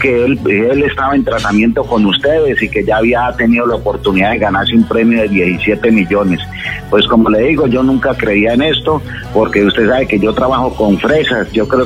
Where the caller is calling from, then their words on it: Bolombolo, Antioquia, Colombia; Yo lo llamo de aquí, de Bolombolo.